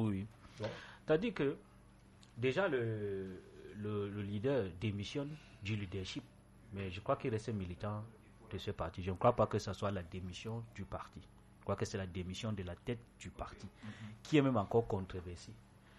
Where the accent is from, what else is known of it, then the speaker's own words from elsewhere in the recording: Cameroon; Nous sommes Camerounais.